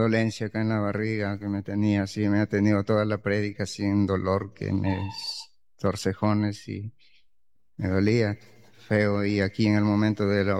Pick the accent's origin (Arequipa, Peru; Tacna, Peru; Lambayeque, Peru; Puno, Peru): Lambayeque, Peru; Tongorrape